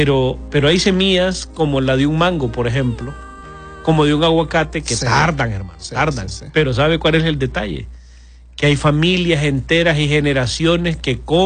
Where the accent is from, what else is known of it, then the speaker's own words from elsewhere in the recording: Olancho, Honduras; Yo crecí ahí en Olancho, compartiendo el patio de mi casa con el patio de mi abuela, de la casa de mi abuela.